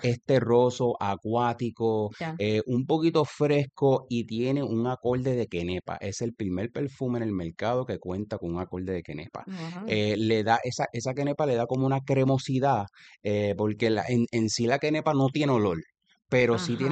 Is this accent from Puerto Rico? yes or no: yes; Ponce, Puerto Rico; born there; moved away; Yo soy de Ponce.